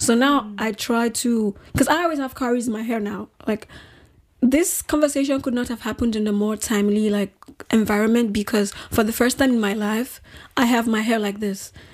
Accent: Nigeria; moved away; I grew up in Nigeria. I wasn't black until I moved out of Nigeria. I was just

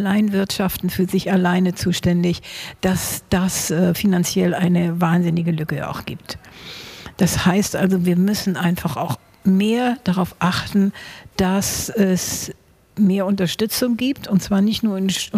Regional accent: Hamburg, Germany; Ich komme ja aus Hamburg

